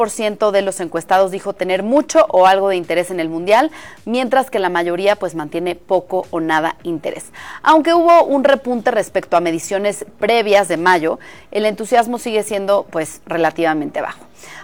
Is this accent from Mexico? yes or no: yes; Mexico